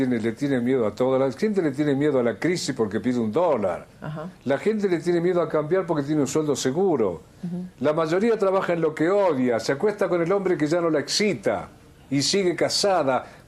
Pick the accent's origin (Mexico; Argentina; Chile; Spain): Argentina; moved away as an adult; Yo no me quedé nunca en un lugar. Pero primero yo no salí como exiliado de Argentina, yo salí a conocer el mundo.